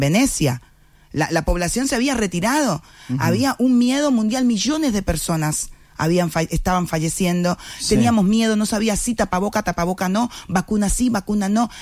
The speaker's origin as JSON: {"language": "Spanish", "country": "Cuba", "moved": "yes", "lives_now": "Uruguay", "said": "De donde yo vengo, la policía... se asocia con represión, con miedo, con cárcel. Lo menos que hace un policía en Cuba es cuidar, uh-huh, y respetar."}